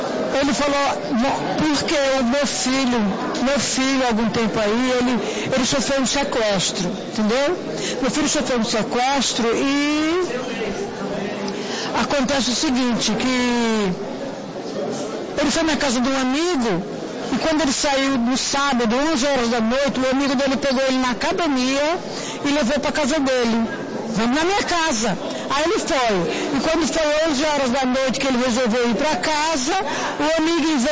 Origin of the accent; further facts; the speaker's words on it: Itapevi, São Paulo, Brazil; Eu venho de Itapevi.